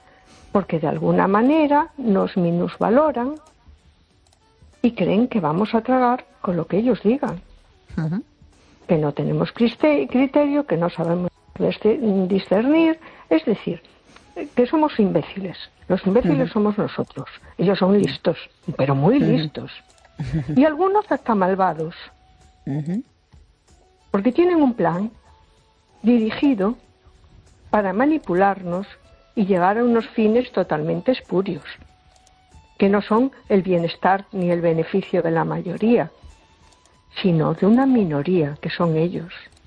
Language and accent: Spanish; A Coruña, Galicia, Spain; Hola, buenas noches … de Coruña.